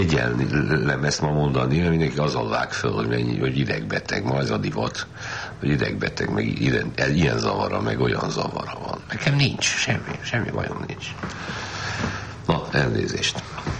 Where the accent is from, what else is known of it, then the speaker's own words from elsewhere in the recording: Hungary; magyar vagyok, zsidó vagyok, nagyon jó megférnek nálam ezek. Férfi vagyok